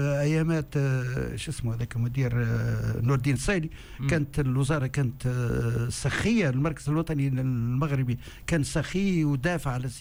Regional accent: Tunisia; كان عندنا في تونس

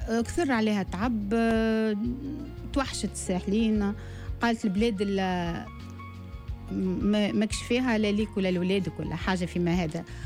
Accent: Monastir, Monastir Governorate, Tunisia; also born or lived in Sfax; بنت المنستير، مولاية المنستير، بابا مسحلين وامي مستيريه، واحنا شدينا الوسط سقانس.

